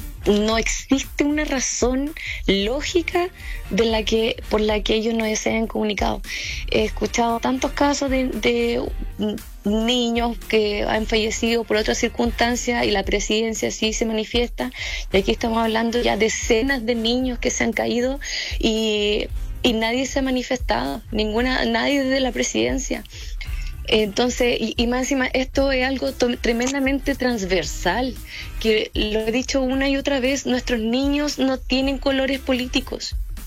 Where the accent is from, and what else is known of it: Chile